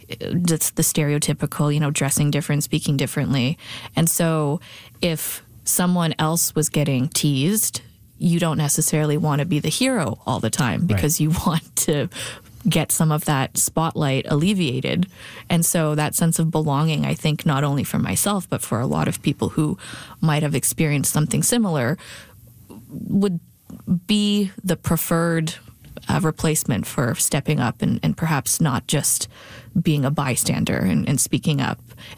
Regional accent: Saskatoon, Saskatchewan, Canada; I think, you know, growing up in Saskatoon in the early 90s

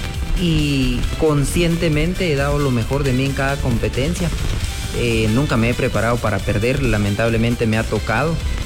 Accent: San Cristóbal Verapaz, Alta Verapaz, Guatemala; born there; Yo nací en San Cristóbal, Alta Verapaz, aldea Chiyuc, el 16 de septiembre

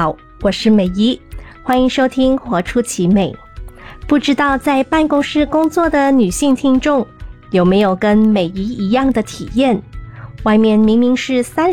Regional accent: Malaysia; 我们大马人对斑斓叶太熟悉了，

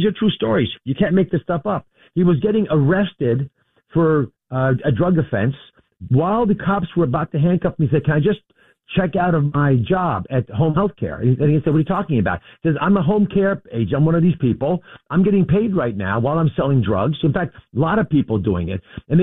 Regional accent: Philadelphia, Pennsylvania, United States; John has a nexus with Pennsylvania. It's my home state, my home city.

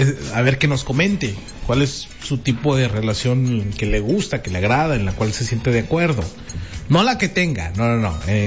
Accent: Mexico; porque soy mexicano

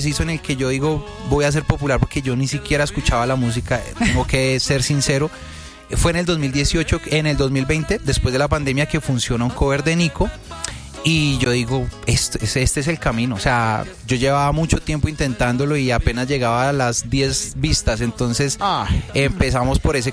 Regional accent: Bogotá, Colombia; Parece, pero

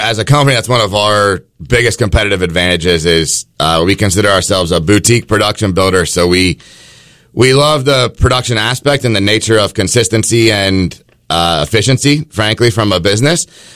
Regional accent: Ohio, United States; I grew up in the industry. I'm from West Central Ohio, and construction was the family business.

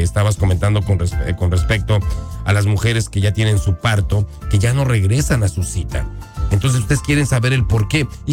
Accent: Mexico; muchos países hermanos, incluyendo nosotros como mexicanos.

